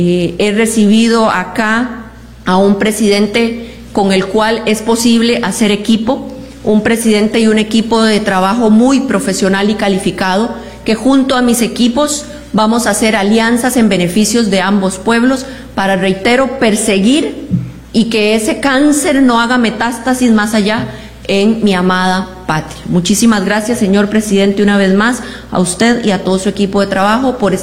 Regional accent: Costa Rica; Nosotros como pueblo costarricense vamos a cerrar nuestras filas para hacer aún mayores esfuerzos para evitar que el flagelo del narcotráfico se posicione en Costa Rica.

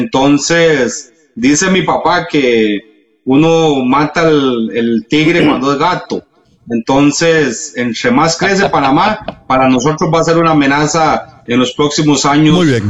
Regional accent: Costa Rica; yo como costarricense

